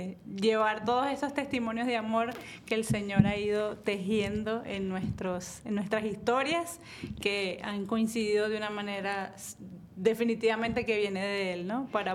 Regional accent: Venezuela; now in Miami, United States; yo tengo 11 años viviendo acá en Miami, soy venezolana

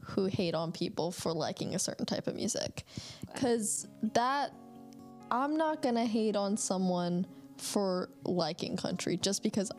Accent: Virginia, United States; my family is from up north, like, I didn't really know what country was, like, even growing up in Virginia

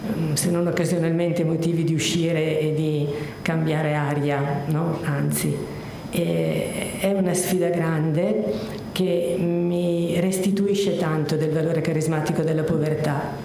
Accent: Rome, Lazio, Italy; io vengo da Roma

